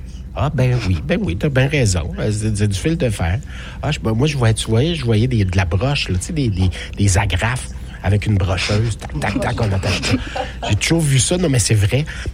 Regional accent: Drummondville, Quebec, Canada; Mais moi, je viens de Drummond.

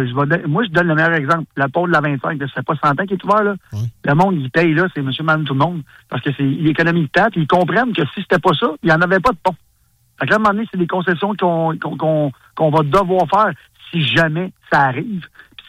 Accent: Quebec, Canada; now in Laval, Canada; moi, je viens de Montréal. Je viens de la campagne, j'habite à Laval, fait que le grand Montréal, mettons.

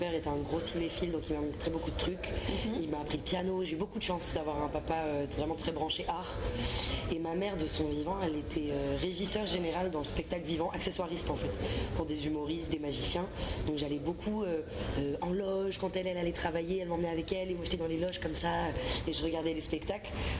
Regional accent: France; je suis un projet francophone, je suis française.

